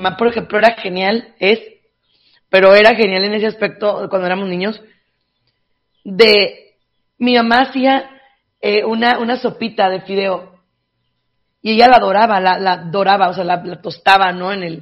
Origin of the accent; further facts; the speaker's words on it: Jerez, Zacatecas, Mexico; Yo soy de Zacatecas, yo soy de Jerez, Zacatecas. Y yo me acuerdo de mis papás llevándonos al rancho el fin de semana